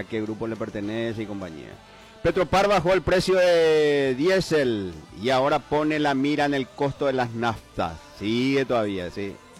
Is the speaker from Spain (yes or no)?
no; Paraguay